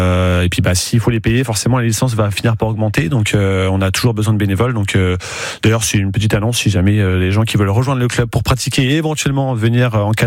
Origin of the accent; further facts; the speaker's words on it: Le Mans, Pays de la Loire, France; born there; moi, j'adore l'abbaye de Lépau. Moi, j'habite vraiment juste à côté. Je suis à Lille au Sport. Donc, cet endroit me passionne depuis que je suis tout petit. J'y habite depuis j'ai 33 ans et ça fait 33 ans que j'y habite.